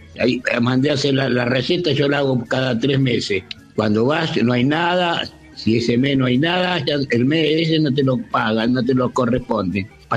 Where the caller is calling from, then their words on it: Ranelagh, Buenos Aires Province, Argentina; de Ranela